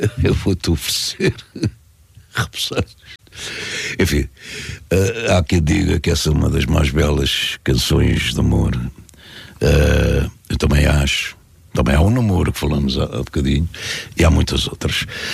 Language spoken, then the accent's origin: Portuguese; Azores, Portugal; Eu, como açoriano, fico cheio de orgu